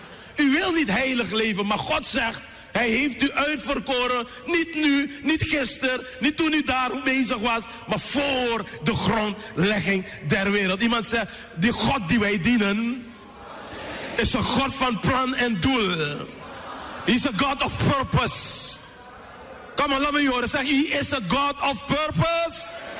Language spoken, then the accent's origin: Dutch; Suriname; En ik als Surinamer tussen die Amerikanen daar, ik denk, hoe ga ik dat doen?